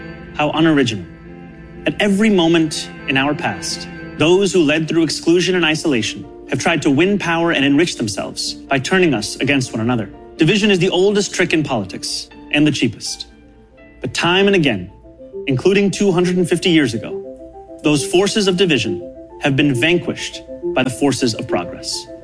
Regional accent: New York, United States; Nearly a decade ago, I too felt what you feel, the joy of no longer being just a New Yorker, but an American too.

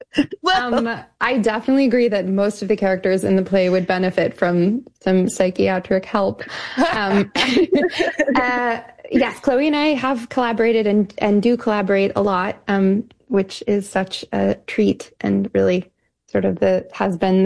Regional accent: Ohio, United States; I grew up in Ohio

